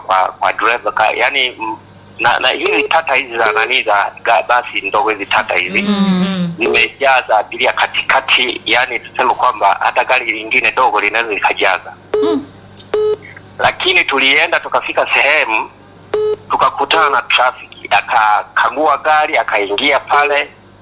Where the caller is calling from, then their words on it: Geita, Tanzania; kutoka Geita hapa.